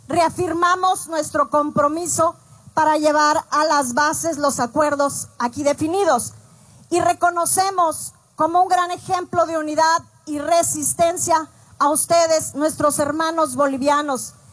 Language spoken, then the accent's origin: Spanish; Zacatecas, Mexico; en Zacatecas, de la ciudad de donde yo vengo